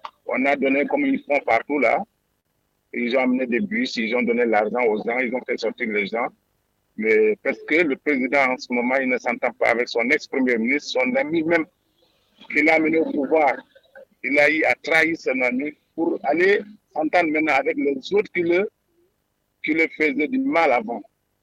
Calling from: Senegal; Moi, je suis sénégalais.

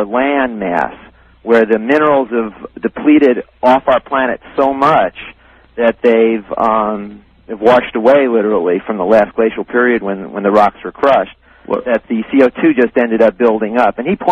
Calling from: Kona, Hawaii, United States

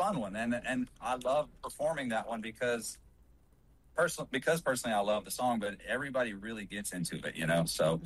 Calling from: Louisiana, United States; I'm coming from Louisiana

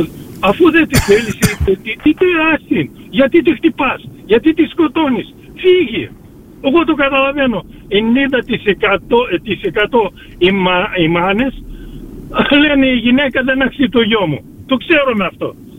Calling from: Australia

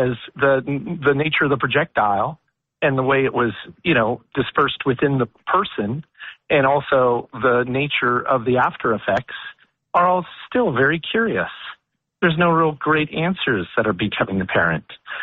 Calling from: California, United States; I'm living in Cala Unicornia

